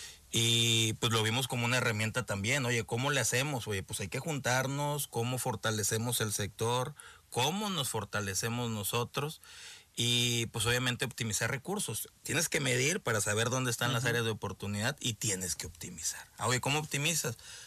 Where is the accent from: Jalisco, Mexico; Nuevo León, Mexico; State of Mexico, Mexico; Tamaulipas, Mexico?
Tamaulipas, Mexico; Tampico; Yo crecí en Tampico.